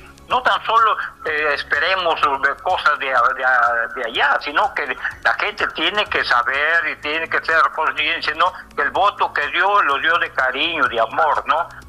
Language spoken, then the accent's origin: Spanish; Peru; acá somos peruanos